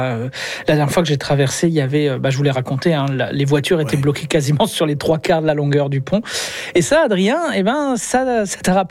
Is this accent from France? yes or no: yes; France; born or raised there; now in Canada